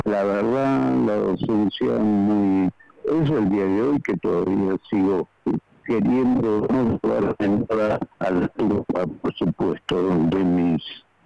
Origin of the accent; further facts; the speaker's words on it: Azul, Buenos Aires Province, Argentina; yo soy de Azul, del interior